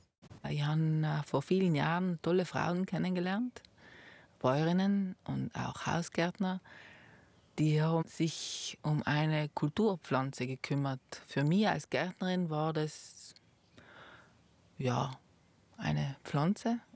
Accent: Eisack Valley, Trentino-Alto Adige, Italy; now in Passeier Valley, Italy; Also ich komme ursprünglich aus dem Eisacktal, bin eine Zugroßte.

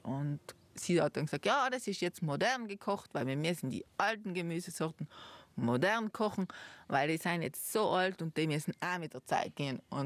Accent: Eisack Valley, Trentino-Alto Adige, Italy; now in Passeier Valley, Italy; Also ich komme ursprünglich aus dem Eisacktal, bin eine Zugroßte.

